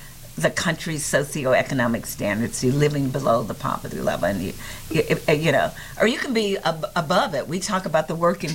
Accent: Avalon, Mississippi, United States; also born or lived in Grenada, Mississippi; I was born in Grenada, Mississippi, in Grenada Hospital, and my family lived actually in Avalon, Mississippi, but Grenada was the closest town. We actually lived in the country, as they called it then, but out on the farm, on the plantation. We were sharecroppers

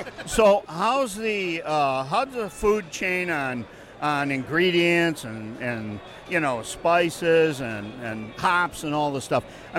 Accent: Penfield, New York, United States; All right, so I grew up in Penfield. And the Daisy Flour Mill was there since I was 5 years old.

